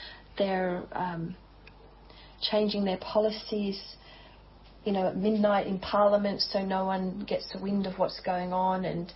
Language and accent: English; New South Wales, Australia; Australia's changed a lot from where I grew up in the Snowy Mountains, where everyone knew everyone, doors were left unlocked.